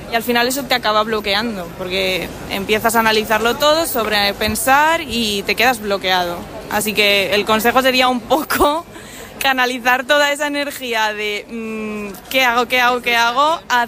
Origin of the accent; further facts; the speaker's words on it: Madrid, Community of Madrid, Spain; y yo soy de Madrid y es que veo que no voy a tener casa